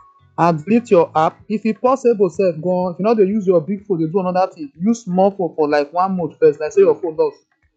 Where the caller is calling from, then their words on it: Lagos, Nigeria; I'm calling you from Alaba.